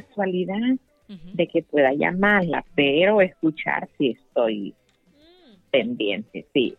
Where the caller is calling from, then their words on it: Catacamas, Olancho, Honduras; De aquí, de Olancho, de Catacamas, Olancho.